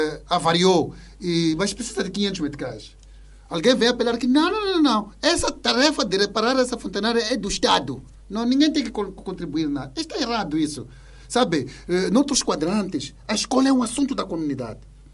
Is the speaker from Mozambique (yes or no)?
yes; Mozambique